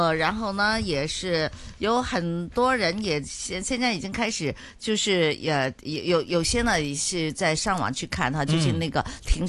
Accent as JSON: {"language": "Chinese", "country": "Hong Kong", "said": "现在我们香港人也很多很能吃辣的，"}